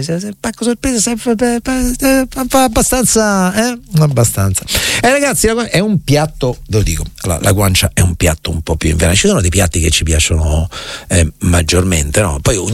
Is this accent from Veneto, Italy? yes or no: no; Marche, Italy; Allora, io sono marchigiano, ok? Conosco bene le Marche e so perfettamente che nelle Marche non succedeva mai niente.